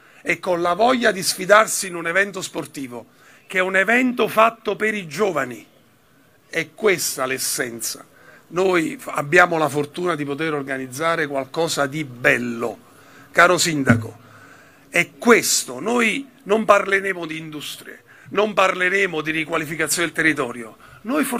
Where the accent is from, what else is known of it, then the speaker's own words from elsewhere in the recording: Naples, Campania, Italy; io sono napoletano.